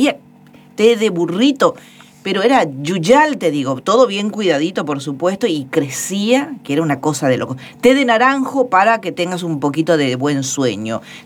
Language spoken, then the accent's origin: Spanish; Corrientes, Argentina; moved away